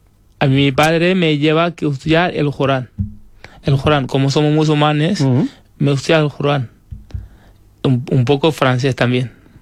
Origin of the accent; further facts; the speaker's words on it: Senegal; first language Wolof; Spanish is a second language; moved away as an adult; also born or lived in Dakar, Senegal; now in Petrer, Spain; En Senegal. Uh-huh. Un pueblo que se llama Refan Gogo. Un pueblo muy pequeño, está en el sur. Allí nací yo.